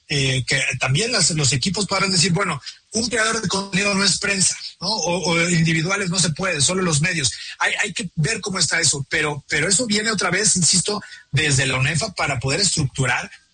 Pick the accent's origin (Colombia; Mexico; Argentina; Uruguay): Mexico; Por ejemplo, nos invitan de Guadalajara, yo soy de México, no vamos a poder ir